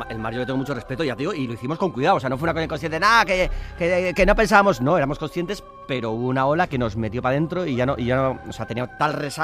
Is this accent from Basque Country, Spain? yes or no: yes; San Sebastián, Basque Country, Spain